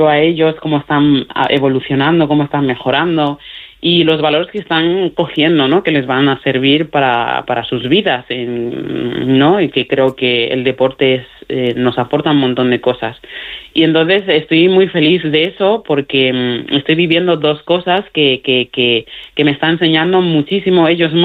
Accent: Mali; Spanish is a second language; now in Spain; ahora no me acuerdo prácticamente de mi dialecto, hablo mejor el castellano y el gallego que mi propio dialecto. Ajá. Y la suerte que tengo es que tengo una pareja maravillosa que también es de Mali

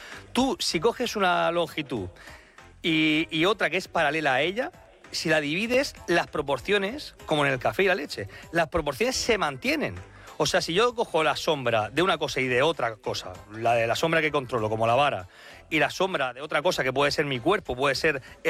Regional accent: Madrid, Community of Madrid, Spain

